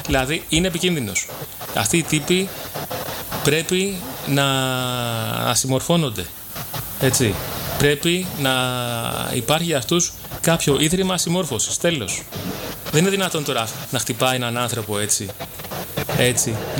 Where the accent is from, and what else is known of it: Greece